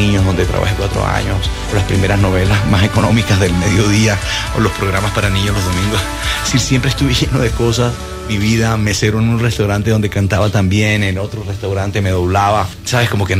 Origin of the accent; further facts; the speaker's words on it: Colombia; also born or lived in Puerto Rico; yo era tan feliz aquí y he sido tan feliz en mi país.